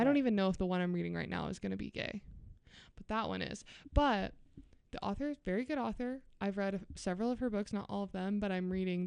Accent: the South, United States; we're speaking from our experience, which is the South

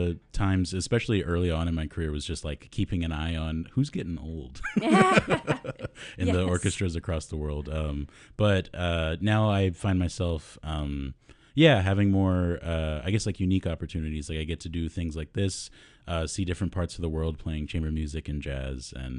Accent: Virginia, United States; I grew up in Virginia.

